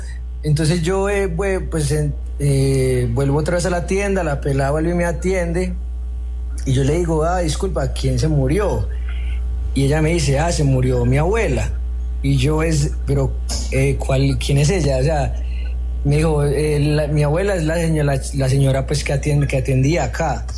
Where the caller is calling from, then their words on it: Medellín, Antioquia, Colombia; yo vivo pues en un barrio de aquí en Medellín, se llama Aranjuez.